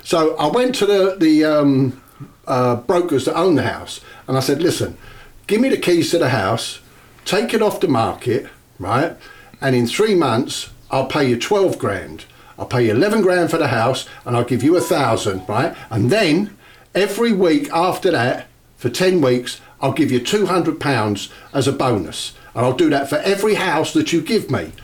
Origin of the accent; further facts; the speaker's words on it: London, United Kingdom; I was brought up in Bermondsey. My dad was Irish, road worker. Mum was a Hungarian Jew.